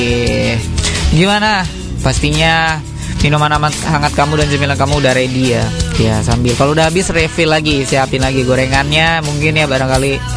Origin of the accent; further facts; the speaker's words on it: Indramayu, West Java, Indonesia; kita warga Indramayu